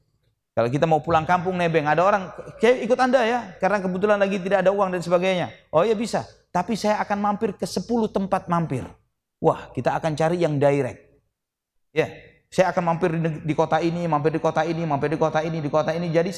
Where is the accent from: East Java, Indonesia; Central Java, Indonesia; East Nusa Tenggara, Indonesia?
East Java, Indonesia; Surabaya; Saya termasuk sebabnya, saya dari Surabaya.